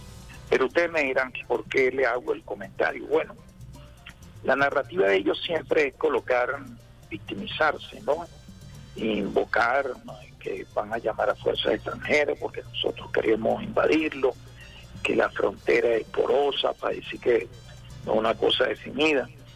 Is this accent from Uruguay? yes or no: no; Venezuela; nosotros somos esequibanos porque somos venezolanos.